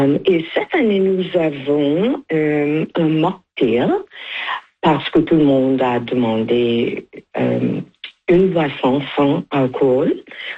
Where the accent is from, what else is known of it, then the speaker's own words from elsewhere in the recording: Trinidad & Tobago; now in Manitoba, Canada; de Trinidad et Tobago.